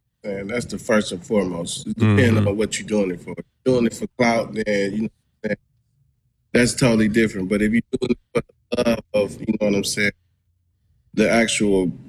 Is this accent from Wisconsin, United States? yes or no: yes; Milwaukee, Wisconsin, United States; I'm from Milwaukee.